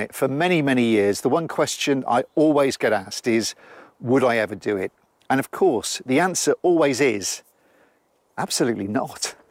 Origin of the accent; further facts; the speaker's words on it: Gloucester, South West England, United Kingdom; as soon as I mention I'm from Gloucester